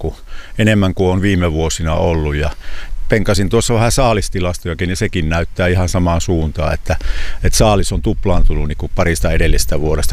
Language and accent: Finnish; Central Finland, Finland; Meillä Keski-Suomessa